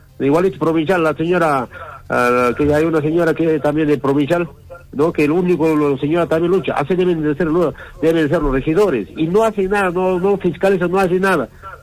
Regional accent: Arequipa, Peru; born there; como soy de Conta, Arequipeño

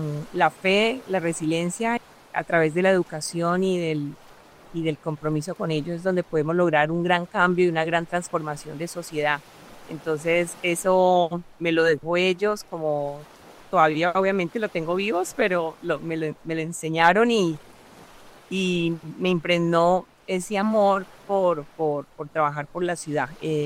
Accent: Buenaventura, Valle del Cauca, Colombia; yo soy hija de Buenaventura, hija de dos hermosos maestros del Pacífico

